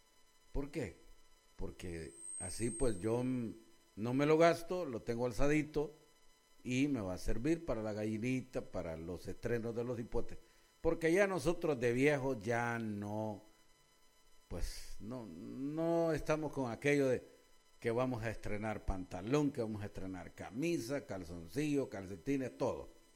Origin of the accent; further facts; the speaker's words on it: El Salvador; conociendo a mi pueblo, conociendo al salvadoreño